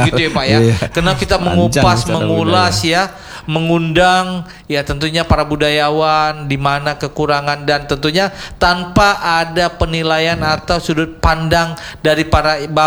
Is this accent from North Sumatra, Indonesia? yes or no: yes; North Sumatra, Indonesia; now in Aceh, Indonesia; saya dari Tanah Karo nih.